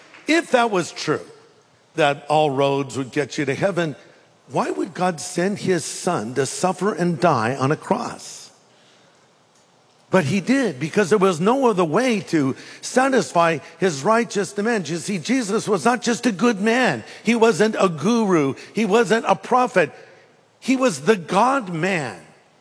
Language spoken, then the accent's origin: English; California, United States; I'm from California.